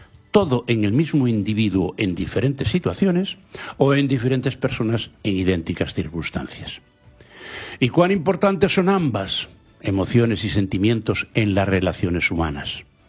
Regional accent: Galicia, Spain; first language Galician; Spanish is a second language; mi lengua materna, el gallego, ha definido con un precioso vocablo

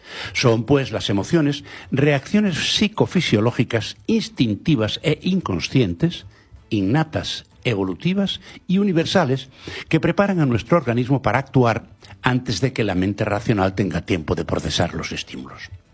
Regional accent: Galicia, Spain; first language Galician; Spanish is a second language; mi lengua materna, el gallego, ha definido con un precioso vocablo

